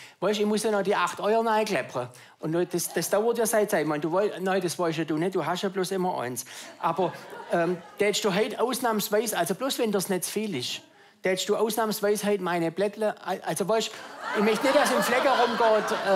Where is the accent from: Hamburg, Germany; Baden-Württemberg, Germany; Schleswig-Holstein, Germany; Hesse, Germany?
Baden-Württemberg, Germany; Bei uns im Schwabenland ne, geht nichts